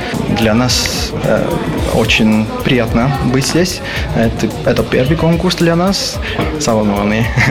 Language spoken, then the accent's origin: Belarusian; Georgia; now in Stockholm, Sweden; Я з Грузіі, но жыву ў Швецыі